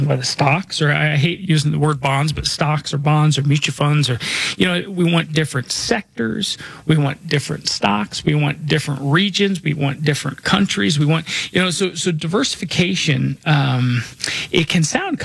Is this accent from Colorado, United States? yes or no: yes; Denver, Colorado, United States; I was born and raised in Denver. I'm not just licensed here, Jackie. I was born and raised here. I grew up off of Hamden and I-25, went to Holly Hills Elementary School, went to Cherry Creek High School